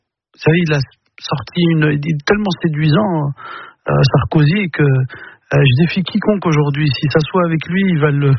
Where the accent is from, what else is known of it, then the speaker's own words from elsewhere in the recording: Mantes-la-Jolie, Île-de-France, France; je viens de Mantes-la-Jolie, d'un milieu ouvrier. On n'avait pas tous les codes